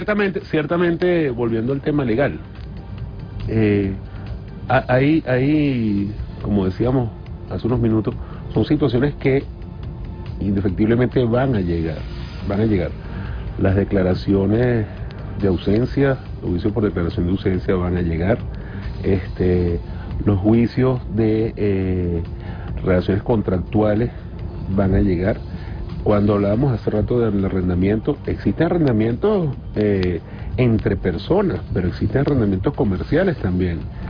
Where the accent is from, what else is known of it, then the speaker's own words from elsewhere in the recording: La Guaira, Venezuela; Es que quien te habla, mi querido hermano, es hijo de La Guaira. Yo soy nacido en el Hospital José María Vargas.